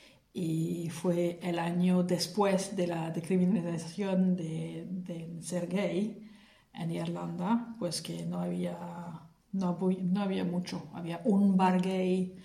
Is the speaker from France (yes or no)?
yes; France; born there; Spanish is a second language; moved away as an adult; also born or lived in Paris / Ireland; Pues todo empezó en Francia, que nací en Francia, vivía en París, trabajaba con Disneyland París